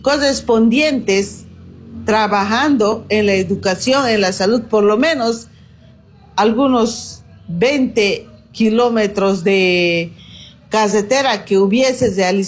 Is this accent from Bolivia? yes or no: yes; Bolivia